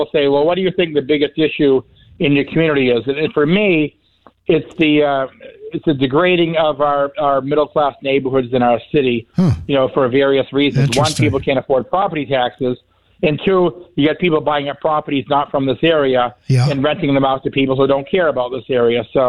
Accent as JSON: {"language": "English", "town": "Keene", "region": "New Hampshire", "country": "United States", "tie": "born or raised there", "said": "I was born and raised in Keene. I was brought up here. This is my hometown."}